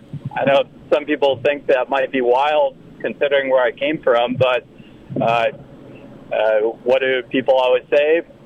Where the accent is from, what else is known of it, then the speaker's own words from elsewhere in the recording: California, United States; now in Sioux Falls, United States; Southern California, like Disneyland area.